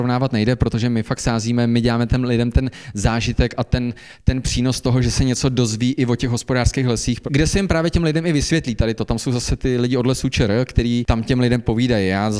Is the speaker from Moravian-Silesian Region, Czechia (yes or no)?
no; Železná Ruda, Plzeň Region, Czechia; v okolo Železnorucka, odkud pocházím, a to jsou většinou hospodářský lesy